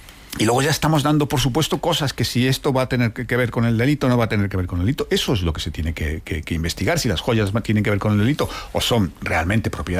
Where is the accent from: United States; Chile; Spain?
Spain; yo como español no quiero que un expresidente de mi país esté investigado